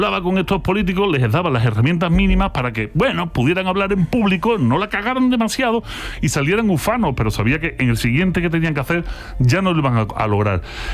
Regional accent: Mexico; born there; nací en México, que nadie me pregunte por nombres de España.

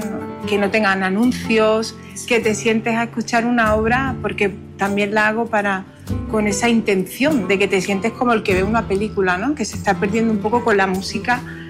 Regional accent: Huelva, Andalusia, Spain; aun criándome con este género y con los fandangos de Huelva, ¿no? En mi tierra.

